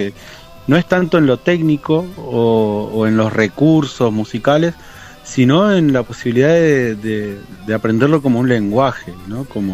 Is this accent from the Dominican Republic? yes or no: no; Chos Malal, Neuquén, Argentina; born there; now in Plottier, Argentina; soy nacido en Chosmalal, allá en el norte neuquino, pero ya hace varios años que vivo por acá, por el valle, específicamente acá en Plotier.